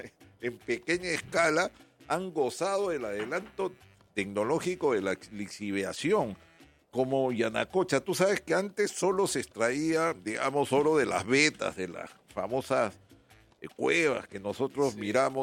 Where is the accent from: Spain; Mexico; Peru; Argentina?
Peru